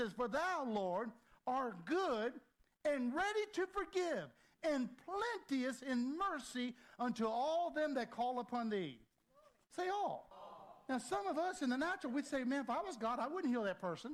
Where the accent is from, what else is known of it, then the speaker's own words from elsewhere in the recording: Helltown, Virginia, United States; I'm a preacher from Helltown, Virginia.